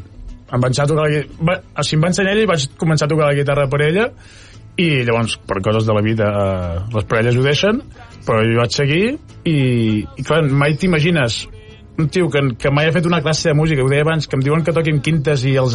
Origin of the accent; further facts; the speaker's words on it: Gurb, Catalonia, Spain; El grup neix a Masies a Vinyoles, però jo soc de Gurb.